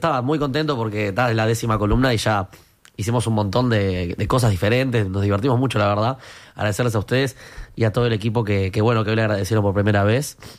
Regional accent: Argentina; Y esto lo digo como argentino también

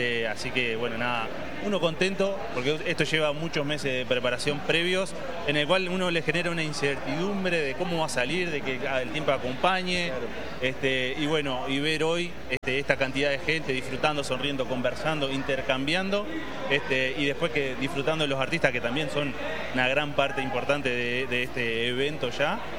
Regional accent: Uruguay; hoy somos 4 uruguayos

